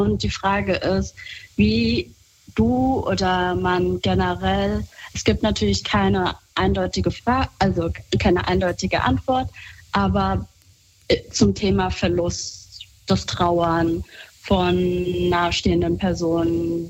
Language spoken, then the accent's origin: German; Germany; born there; Meine Eltern sind zur DDR-Zeit als Leiharbeiter gekommen. Ach, und ja, dann wurde ich geboren in Deutschland.